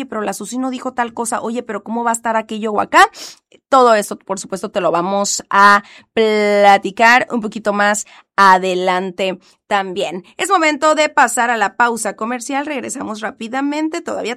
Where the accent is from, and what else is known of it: Mexico